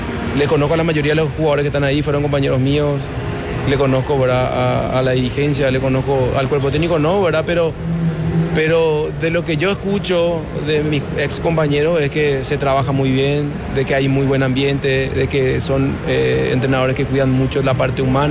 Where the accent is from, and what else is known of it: Paraguay